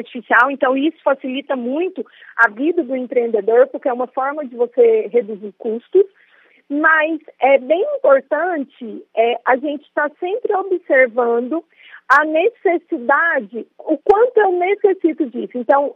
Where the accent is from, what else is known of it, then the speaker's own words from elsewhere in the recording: Goiás, Brazil; eu sou de Goiás